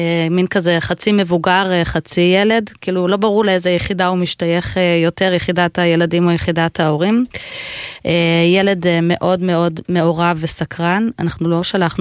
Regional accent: Jerusalem, Jerusalem District, Israel; דבר ראשון אני ירושלמית. ירושלמית גאה מאוד, מאוד אוהבת את העיר שלי. לא אעזוב אותה לעולם

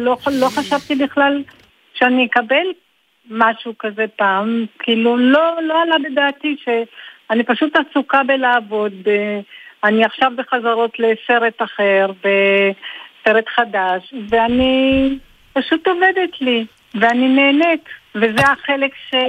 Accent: Tel Aviv, Tel Aviv District, Israel; accent: Bulgarian r; also born or lived in Bulgaria; שההורים שלי הגיעו לארץ ואני בת שנה, שבנו ביפו, היינו ביפו, ולאט לאט כל הבולגרים התאספו והגיעו ליפו. ואני בעצם יפו תל אביב מאז שאני קטנה.

